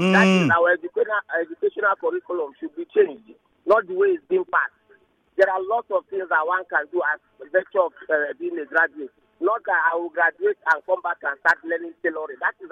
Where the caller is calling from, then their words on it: Port Harcourt, Rivers, Nigeria; I'm calling from Rumuku.